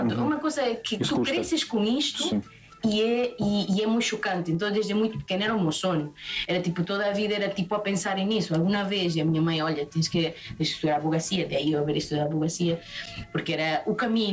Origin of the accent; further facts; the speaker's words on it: Pucallpa, Ucayali, Peru; Portuguese is a second language; Mas sim, e por acaso, de onde eu sou, que é Pucallpa, é o rio Ucayali. O Ucayali é um dos afluentes mais importantes do Amazonas.